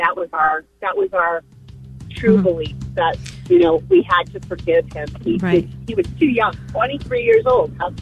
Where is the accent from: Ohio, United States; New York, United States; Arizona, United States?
Arizona, United States; Tucson; born and raised in Tucson, Arizona